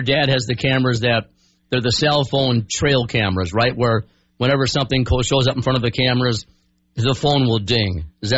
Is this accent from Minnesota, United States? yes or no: yes; Minnesota, United States; Of course, we're from Minnesota here.